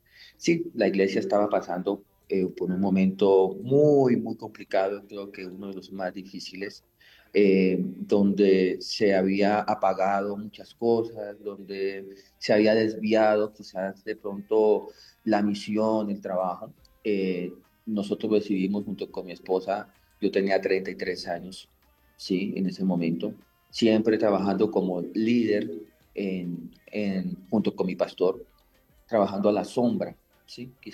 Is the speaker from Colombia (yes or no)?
yes; Villanueva, Colombia; born there; also born or lived in Paipa, Boyacá, Colombia; nosotros somos de, mi familia es de Boyacá, de Paipa, Palermo, Paipa, Boyacá. Llegamos a Villanueva en el año 92, con una mano adelante y otra atrás